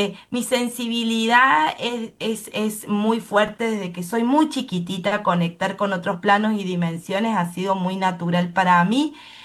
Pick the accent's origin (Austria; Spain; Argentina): Argentina; Deán Funes, Córdoba; Vengo de Dian Funes, que es el norte de la provincia de Córdoba, una cuna de artistas maravillosos